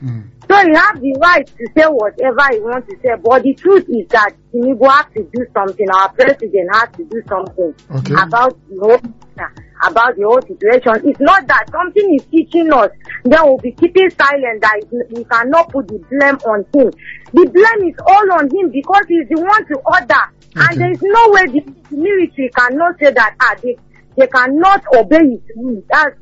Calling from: Nigeria; I'm calling from Ojuana Akwata.

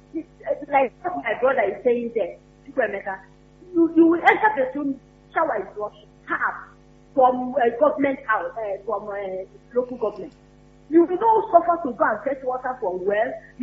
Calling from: Oyo, Nigeria; from Challenge.

